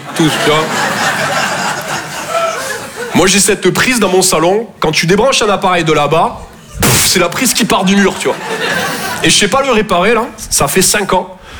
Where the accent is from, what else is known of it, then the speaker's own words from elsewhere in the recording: Toulouse, Occitanie, France; Je viens de Toulouse à la base. Ouais, ça s'entend un peu, ouais. Ben, mon accent, c'est vraiment comme mon sexe, je sors que quand je suis en confiance.